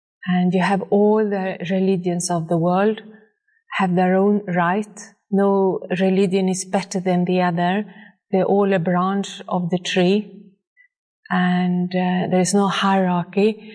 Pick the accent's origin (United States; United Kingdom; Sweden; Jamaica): Sweden; moved away as an adult; now in Denmark; my parents are farmers. And so I grew up in the Swedish forest.